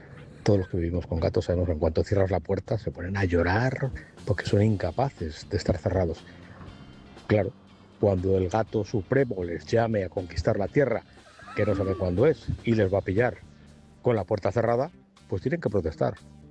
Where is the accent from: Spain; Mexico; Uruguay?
Spain; Segovia, Castile and León